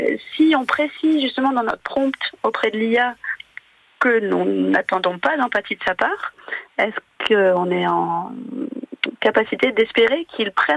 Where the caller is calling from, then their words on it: Pont-Aven, Brittany, France; De Pont-Aven.